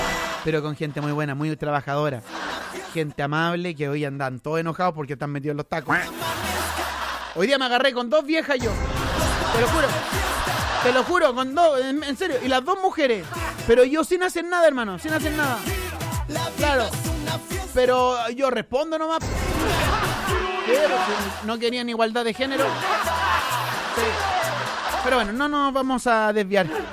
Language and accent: Spanish; Molina, Maule, Chile; moved away as an adult; now in Curicó, Chile; yo crecí, nací en Molina. Bueno, nací en Curicó, pero crecí. Pero algo, crecí en Molina y luego volví a Curicó hace aproximadamente entre 11 a 12 años que yo vivo en Curicó. Y déjame decirte que desde el día 1 yo ya me sentía curicano